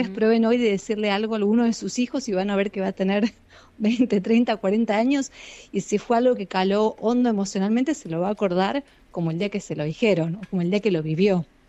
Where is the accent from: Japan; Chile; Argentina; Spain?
Argentina; yo soy argentina, viví toda mi vida en Argentina